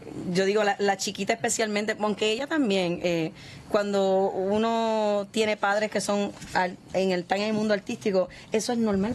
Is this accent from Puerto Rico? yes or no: yes; Rincón, Puerto Rico; voy a estar presentándome en vivo en mi pueblo de Rincón